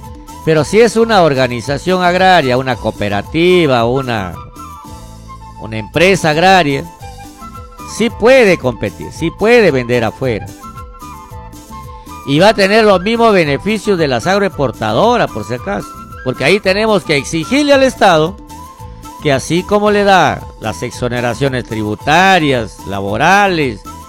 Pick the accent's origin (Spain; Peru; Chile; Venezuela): Peru; Bagua, Amazonas; ¿de dónde eres? De Bagua. Ah, selvático, te dicen. Y la gente piensa que estamos en selva, ¿no? Y nosotros estamos pues en una ceja de selva, rodeado de cadenas de montañas, cerros.